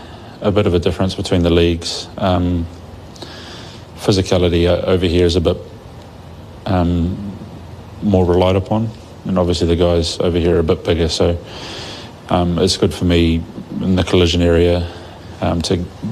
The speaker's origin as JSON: {"language": "English", "country": "New Zealand", "tie": "born or raised there", "also_born_or_lived": "Tokyo, Japan", "moved": "as an adult", "said": "what it's like being or growing up in New Zealand"}